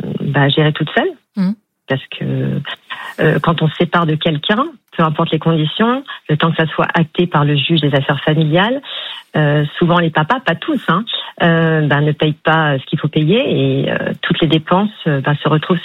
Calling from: Sartrouville, Île-de-France, France; De Sartrouville, dans les Yvelines.

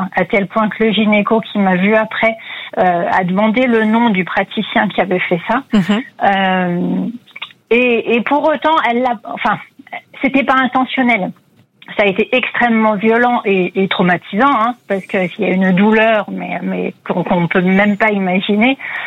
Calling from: Bourgogne-Franche-Comté, France; près de Mâcon.

